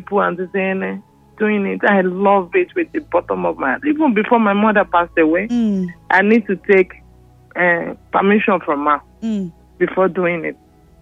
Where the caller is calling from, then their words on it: Agege, Lagos, Nigeria; I'm calling from Agege Momo.